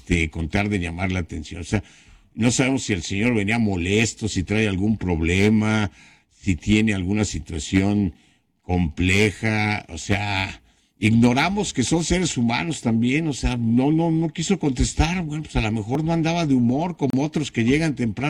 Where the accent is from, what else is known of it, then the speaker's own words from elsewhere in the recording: Mexico; moved away; el querer saber por qué salí de México, pues es una situación muy privada, ¿no?